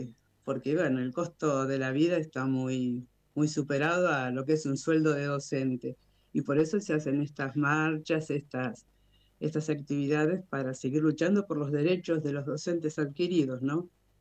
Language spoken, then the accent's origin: Spanish; Villa Mercedes, San Luis, Argentina; Nosotros somos de Villa Mercedes, la segunda ciudad de San Luis.